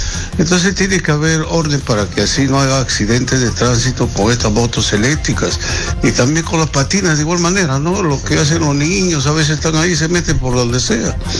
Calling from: Lima, Peru; Canto Grande

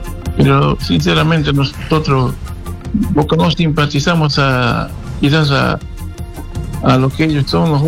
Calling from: Lima, Peru; yo acá de San Genaro nomás.

